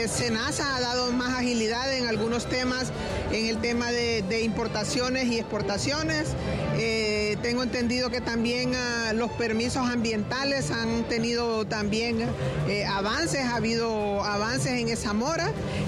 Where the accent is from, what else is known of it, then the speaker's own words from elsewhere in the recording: Honduras; yo lo puedo decir como hondureña